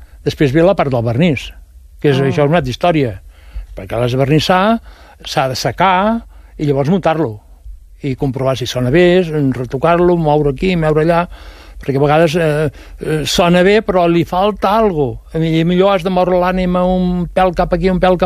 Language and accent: Catalan; Mas Rampinyo, Catalonia, Spain; perquè soc de Marrampinyo, sabeu on és? Montcada Reixac, entre Montcada Reixac i la Llagosta hi ha Marrampinyo. Bueno, que tots eren pagesos abans